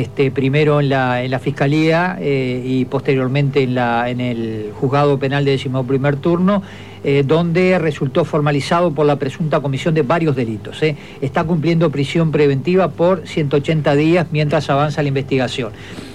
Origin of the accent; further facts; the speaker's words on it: Maldonado, Uruguay; para quienes somos de acá, de la Gorgorita.